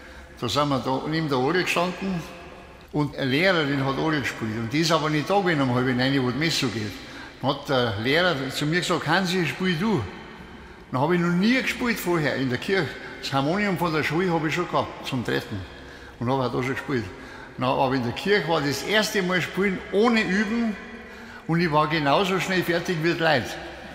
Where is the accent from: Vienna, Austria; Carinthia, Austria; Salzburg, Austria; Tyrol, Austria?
Tyrol, Austria; Ich selber stamme auch aus dem Tirolischen.